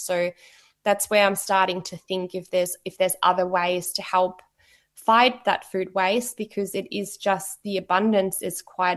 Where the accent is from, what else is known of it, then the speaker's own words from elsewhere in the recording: Germany; English is a second language; now in Australia; so I grew up in Germany, and Germany always has been